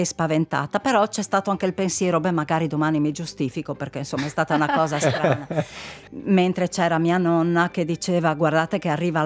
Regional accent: Friuli-Venezia Giulia, Italy; born there; Noi eravamo lì abituati al nostro paesino, si andava sia a scuola a Udine

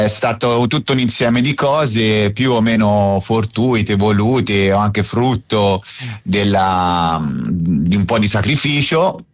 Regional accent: Tuscany, Italy; cioè io chiamo babbo, sono toscano, papà.

